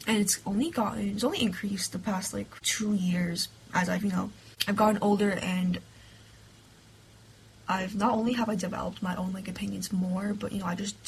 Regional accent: Brooklyn, New York, United States; growing up in Brooklyn, and where I went to high school, I'm pretty sure the racial demographic was, like, 60% Asians.

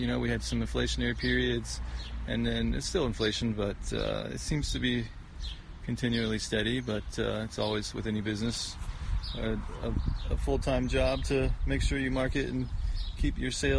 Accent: Ohio, United States; moved away as an adult; I grew up in Ohio. I grew up helping my grandfather farm in Ohio and kind of a broad acre grain crops, and then moved here 10 years ago with my wife

